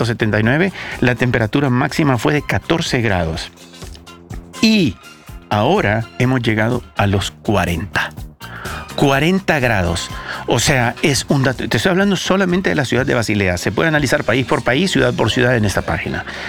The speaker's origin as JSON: {"language": "Spanish", "country": "El Salvador", "tie": "born or raised there", "said": "Yo crecí en El Salvador"}